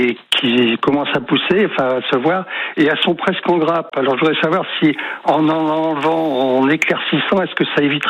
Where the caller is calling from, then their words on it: Saint-Gatien, France; De Saint-Gatien.